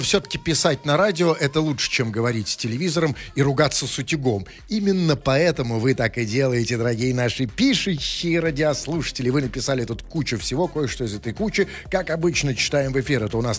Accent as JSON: {"language": "Russian", "region": "Moscow", "country": "Russia", "said": "Я сам из Москвы."}